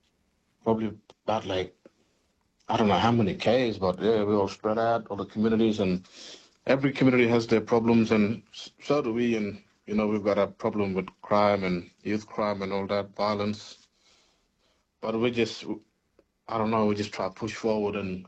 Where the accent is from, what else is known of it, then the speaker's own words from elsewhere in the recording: Tennant Creek, Northern Territory, Australia; I'm a local. I grew up in Tennant